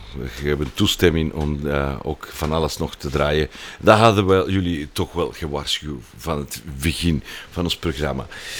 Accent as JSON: {"language": "Dutch", "town": "El Grullo", "region": "Jalisco", "country": "Mexico", "tie": "born or raised there", "second_language": "Dutch", "moved": "yes", "lives_now": "Antwerp, Belgium", "said": "Mijn geboortestad is El Grullo, Jalisco."}